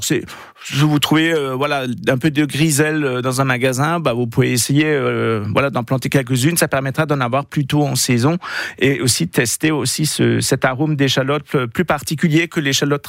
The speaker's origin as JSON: {"language": "French", "region": "Grand Est", "country": "France", "said": "on utilise plutôt du blanc et du violet chez nous en Alsace."}